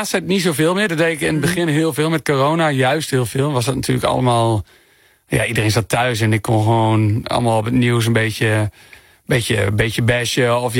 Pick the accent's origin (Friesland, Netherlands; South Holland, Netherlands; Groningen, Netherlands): Groningen, Netherlands; ik kom zelf dus ook uit Oost-Groningen 0597